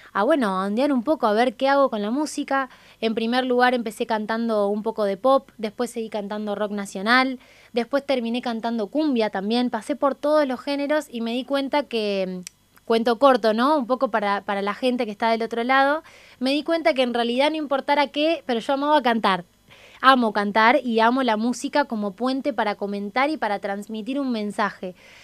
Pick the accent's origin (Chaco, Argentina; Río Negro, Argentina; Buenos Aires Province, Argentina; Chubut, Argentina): Buenos Aires Province, Argentina; San Carlos de Bolívar; A mí me gusta decir que yo nací ahí